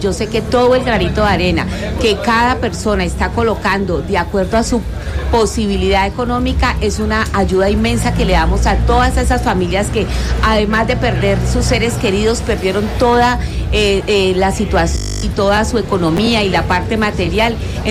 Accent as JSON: {"language": "Spanish", "town": "Cali", "region": "Valle del Cauca", "country": "Colombia", "tie": "born or raised there", "said": "esa es mi tierra Cali es la ciudad hermosa donde yo nací"}